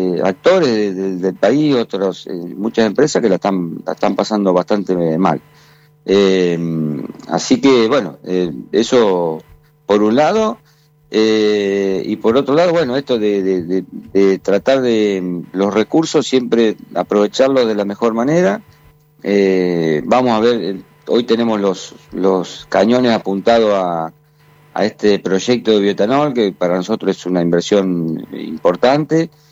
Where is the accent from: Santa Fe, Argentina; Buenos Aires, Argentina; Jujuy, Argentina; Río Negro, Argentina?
Santa Fe, Argentina; Bombal; Yo soy un productor agrícola ganadero acá del sur de Santa Fe. Mi pueblo es Bombal, yo vivo en un pueblo de 3.500 habitantes, distante 95 kilómetros de Rosario.